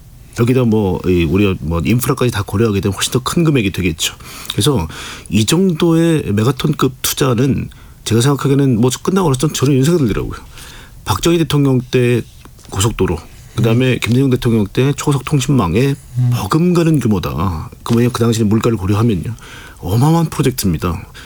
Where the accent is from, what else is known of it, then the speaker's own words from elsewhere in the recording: Seoul, South Korea; 그래서 사실 저는 뭐 이 지역감정, 서울 사람이라서 그런지 몰라 지역감정이 별로 없습니다.